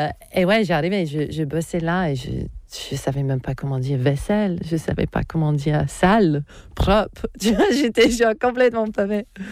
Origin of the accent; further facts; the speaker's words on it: Australia; French is a second language; moved away as an adult; also born or lived in Poland; Je suis née en Australie, je grandis en Australie. Mais j'étais dans cette culture polonaise.